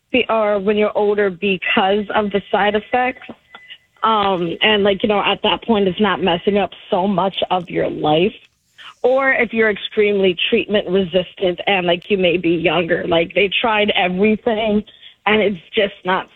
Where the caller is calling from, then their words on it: Baltimore, Maryland, United States; I'm from Baltimore.